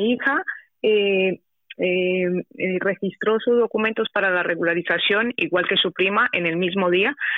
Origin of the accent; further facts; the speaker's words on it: Spain; Yo soy española y además es porque ella tenía un procedimiento de cáncer aquí, la trataron aquí